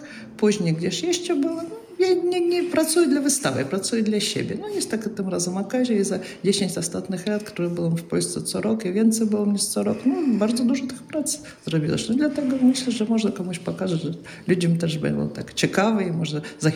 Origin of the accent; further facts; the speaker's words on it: Riga, Latvia; Polish is a second language; Dzień dobry, jestem z Rygi, zawsze mieszkałam w Rygi, albo bardzo lubię Polskę, jadę tam coś rysować